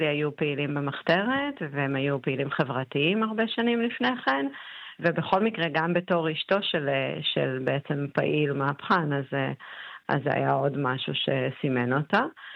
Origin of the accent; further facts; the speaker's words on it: Argentina; now in Israel; וכמוני שבעצם אני ישראלית, אבל אני גם מאוד ארגנטינאית בו זמנית.